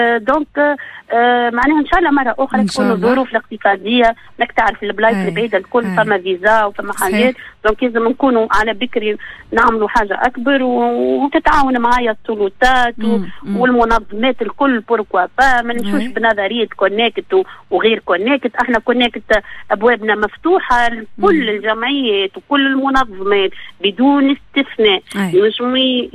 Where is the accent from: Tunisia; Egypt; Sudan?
Tunisia; احنا التوانسه